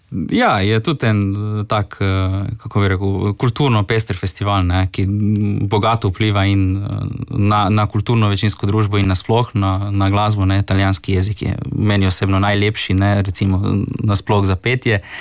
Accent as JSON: {"language": "Slovenian", "town": "Rijeka", "region": "Primorje-Gorski Kotar County", "country": "Croatia", "said": "Ja, evo, tako da smo očitno ti reški Slovenci, smo srečni, ne vem."}